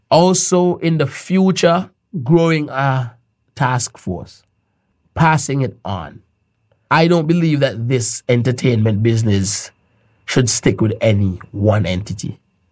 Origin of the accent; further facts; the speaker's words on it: Montserrat; even though I wasn't born in Montserrat, I grew up in Montserrat to Montserrat and parents. So I have that humility within me to know that, okay, I'm from a very small place.